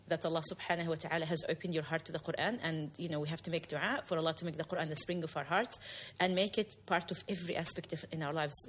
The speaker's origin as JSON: {"language": "English", "country": "New Zealand", "tie": "born or raised there", "said": "I grew up in New Zealand."}